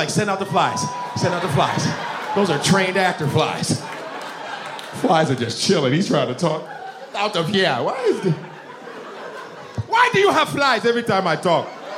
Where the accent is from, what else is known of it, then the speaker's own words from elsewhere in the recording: Nigeria; Telling you, man. Nigerians are everywhere. Sports, fuck yeah. NFL, if you are NFL fans, You know we're a Nigerian.